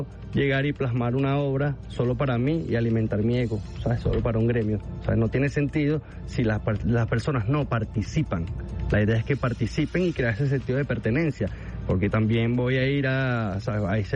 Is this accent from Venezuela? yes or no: yes; Venezuela; le hice un llamado a todas las personas como venezolanos, porque en este momento de sensibilidad y vulnerabilidad que está el país, necesitamos unirnos